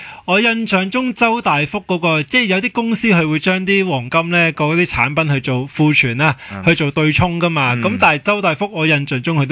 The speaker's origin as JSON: {"language": "Cantonese", "country": "Hong Kong", "said": "我哋香港人"}